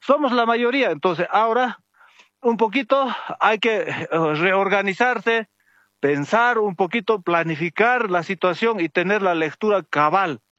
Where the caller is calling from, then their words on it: Oruro, Bolivia; Desde Oruro